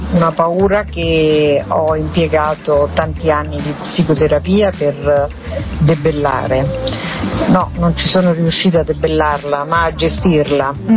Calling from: Frosinone, Lazio, Italy; da Frosinone.

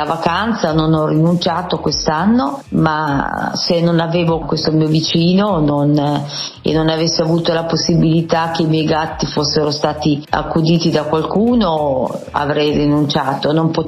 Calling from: Pesaro, Marche, Italy; da Pesaro

